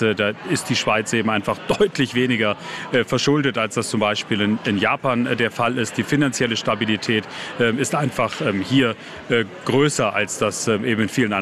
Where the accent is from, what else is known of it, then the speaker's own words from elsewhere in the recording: Germany; Also ich komme aus Deutschland.